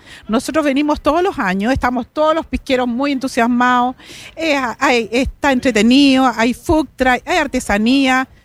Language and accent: Spanish; Rapel, Coquimbo, Chile; De Rapel, al interior de Montepatria, a 56 kilómetros de Ovalle.